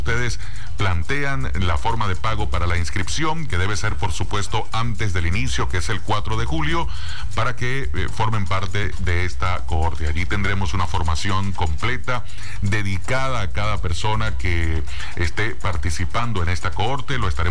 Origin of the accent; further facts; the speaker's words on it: Venezuela; en nuestro país, como locutores venezolanos